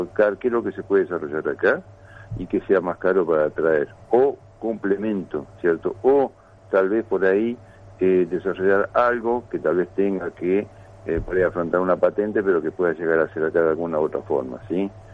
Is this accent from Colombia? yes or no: no; Argentina; nosotros, ¿cierto?, como sociedad argentina